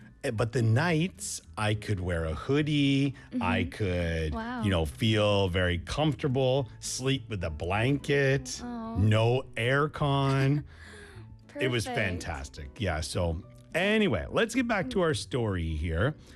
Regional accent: Canada; moved away; Well, where I grew up in Canada, we were still in the city, but kind of, I would say it's kind of like if we're thinking of Busan, it would be like growing up in Jungwon or like in Gijang. So you're still part of the city, but there's lots of nature

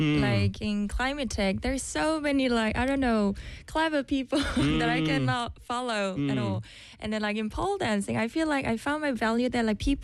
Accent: Seoul, South Korea; moved away as an adult; also born or lived in Germany; now in Busan, South Korea; I'm a pole dancer in Busan. I am from Seoul, but I recently moved to Busan.

